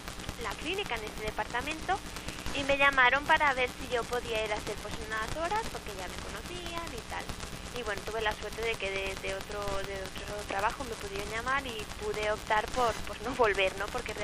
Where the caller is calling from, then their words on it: Barcelona, Catalonia, Spain; Llamo desde Barcelona.